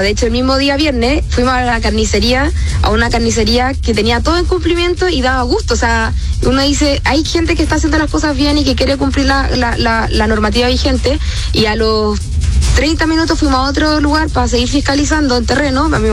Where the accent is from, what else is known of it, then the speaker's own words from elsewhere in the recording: Chile; hay ciertos microorganismos que no estamos acostumbrados como chilenos a enfrentar